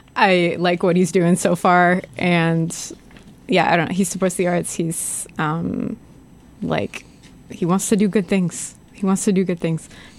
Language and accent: English; Burlington, Ontario, Canada; I'm from Burlington.